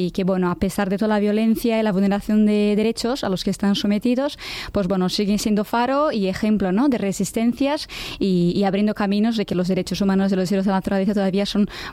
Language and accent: Spanish; Bilbao, Basque Country, Spain; also born or lived in Brazil; que soy brasileña de Bilbao, y bueno, pues nada, pues me ha tocado nacer en Brasil y desde Euskal Herria